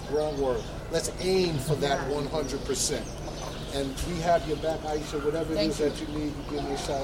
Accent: New York City, New York, United States; I'm born and raised in Bedford-Stuyvesant.

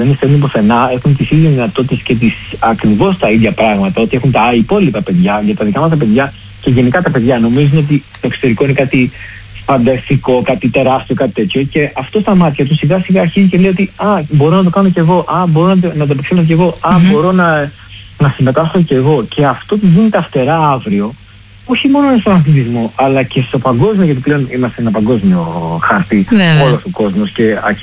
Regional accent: Greece; πόσο τυχεροί είμαστε που είμαστε Έλληνες. Πόσο τυχεροί είμαστε που ζούμε στην Ελλάδα.

